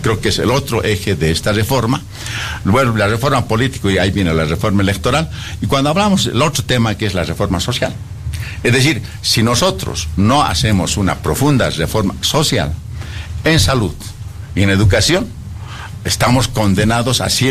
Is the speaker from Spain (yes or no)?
no; Bolivia